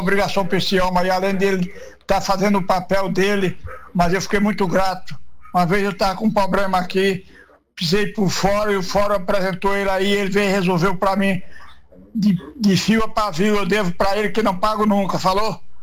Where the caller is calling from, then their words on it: Brazil; Eu sou daqui do Planalto